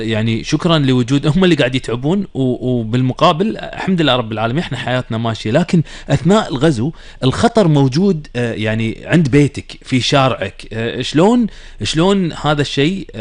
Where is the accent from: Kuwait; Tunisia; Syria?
Kuwait; عندنا في الكويت